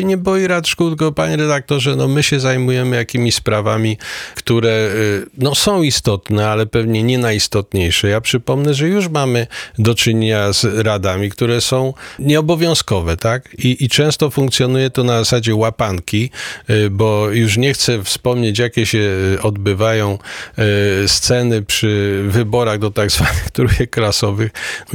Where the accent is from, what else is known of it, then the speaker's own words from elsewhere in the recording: Lesser Poland, Poland; Mówię u nas w Galicji, no bo wiadomo, Kraków był częścią szczęśliwej Austrii.